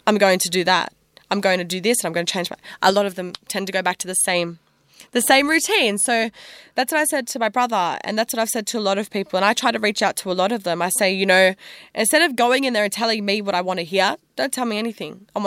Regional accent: Australia; I'm an Australian poet rapper bringing you music and stories this week on Jailbreak Radio.

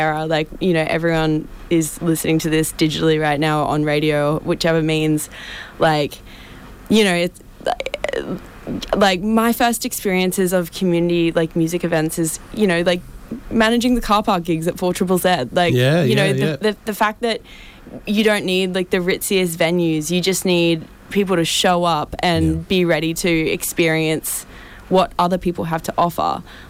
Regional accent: Brisbane, Queensland, Australia; moved away as an adult; now in Sydney, Australia; growing up in Brisbane, we have Fortitude Valley

